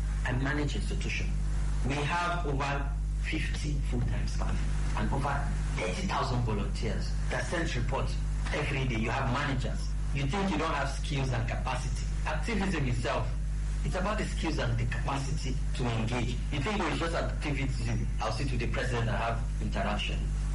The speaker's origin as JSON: {"language": "English", "country": "Nigeria", "said": "I'm not from Zamfara. I'm not even from North, South or East. I'm in Nigeria"}